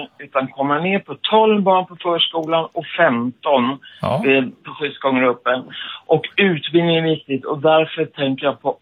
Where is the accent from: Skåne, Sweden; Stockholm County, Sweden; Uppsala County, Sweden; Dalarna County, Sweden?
Stockholm County, Sweden; Stockholm; born there; för jag är född i Stockholm och gått.